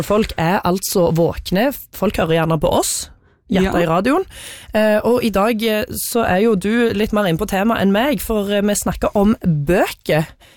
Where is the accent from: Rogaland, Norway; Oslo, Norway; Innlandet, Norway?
Rogaland, Norway; Ålgård; en svære elv som går blant annet gjennom Olgård, der jeg er fra.